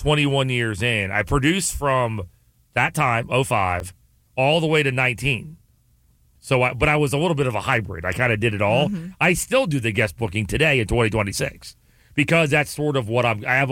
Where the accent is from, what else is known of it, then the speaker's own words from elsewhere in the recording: Charlotte, North Carolina, United States; I said, well, sir … from Charlotte.